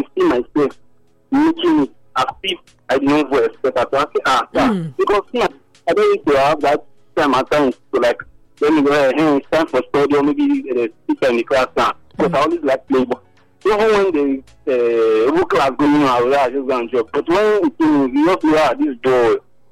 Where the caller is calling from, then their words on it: Egypt; calling you from Egypt.